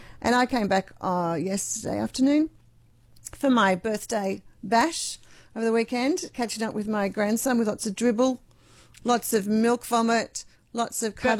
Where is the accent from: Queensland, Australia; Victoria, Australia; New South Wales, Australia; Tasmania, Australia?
New South Wales, Australia; Sydney; Because I grew up in Sydney, but Sydney was dead over the weekend because shops would be open half a day.